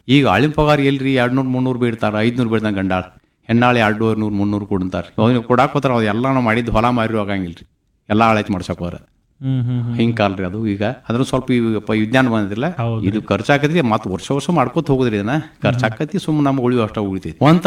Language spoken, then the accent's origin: Kannada; Kemmanakul, Karnataka, India; ನಮ್ಮ ಊರ ತಪ್ಸಿ ಕೆಮ್ಮಣಕುಲ್ರಿ, ಗೋಕಾಕ್ ತಾಲೂಕ ಹಳ್ರಿ, ಅರವಾ ವಿಭಾಗ.